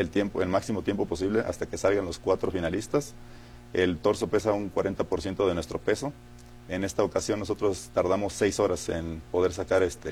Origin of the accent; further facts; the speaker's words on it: Mexico; Esto se puede ver reflejado en que nosotros como mexicanos no podemos rendirnos